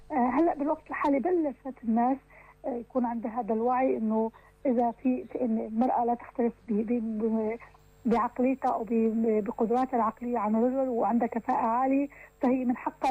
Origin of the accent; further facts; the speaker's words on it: Syria; بمجتمعنا نحن السوري